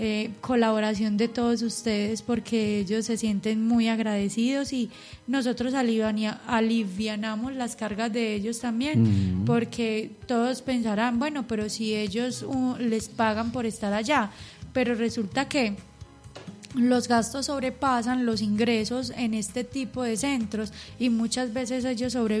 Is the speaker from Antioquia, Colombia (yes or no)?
yes; Antioquia, Colombia; uno como buen paisa